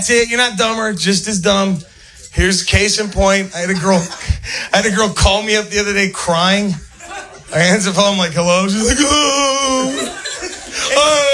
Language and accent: English; the South, United States; If anybody's like Southerners, I'm a Southerner.